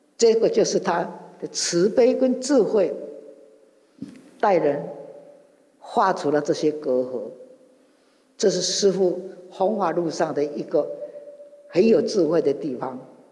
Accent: Yilan County, Taiwan; now in Kaohsiung, Taiwan; 我是宜兰人，我也知道，我在高雄那么久

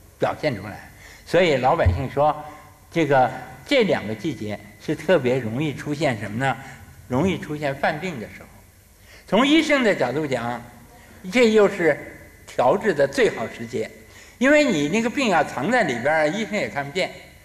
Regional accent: China; 我们中国人有很多老理儿。

